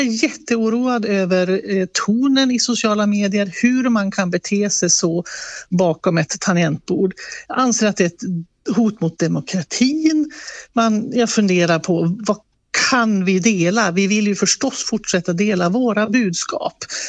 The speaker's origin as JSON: {"language": "Swedish", "region": "Västerbotten County", "country": "Sweden", "tie": "born there", "accent": "Västerbotten", "moved": "yes", "lives_now": "Nässjö, Sweden", "said": "Även jag har en brytning när jag pratar i Nässjö för jag har västerbottniskt ursprung."}